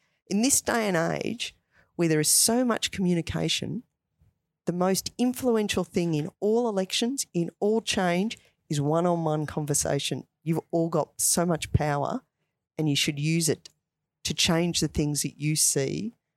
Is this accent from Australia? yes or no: yes; Melbourne, Victoria, Australia; I grew up in Ashwood.